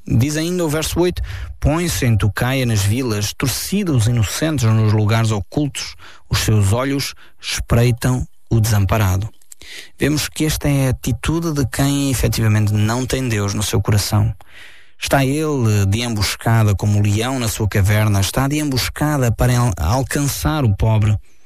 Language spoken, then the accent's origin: Portuguese; Portugal; Isto é uma tremenda advertência para nós como portugueses.